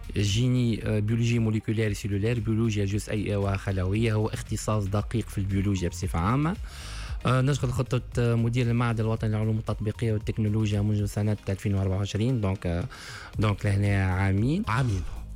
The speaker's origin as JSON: {"language": "Arabic", "country": "Tunisia"}